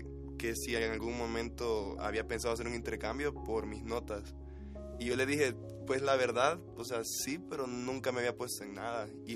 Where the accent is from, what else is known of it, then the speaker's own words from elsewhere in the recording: El Salvador; moved away as an adult; now in Puebla, Mexico; tampoco es como allá que nuestro país es muy pequeño